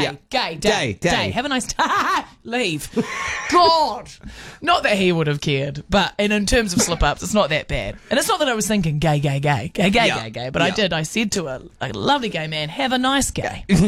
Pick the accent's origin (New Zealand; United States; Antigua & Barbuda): New Zealand; I'm from New Zealand.